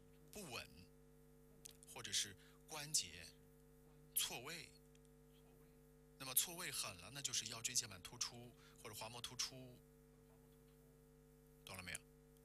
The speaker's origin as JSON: {"language": "Chinese", "country": "China", "said": "我们中国人是中国人，我们不是欧美人，我们不是他那的体质，我们就是亚洲人，我们就是中国人的体质"}